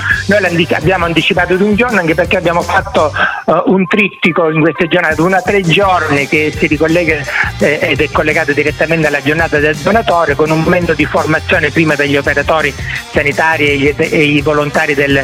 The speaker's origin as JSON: {"language": "Italian", "region": "Sicily", "country": "Italy", "said": "delle nostre parti del catanese"}